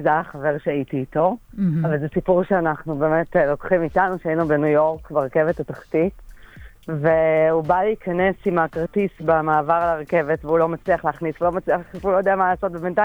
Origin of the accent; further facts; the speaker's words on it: Haifa, Haifa District, Israel; now in Givatayim, Israel; אני חיפאית במקור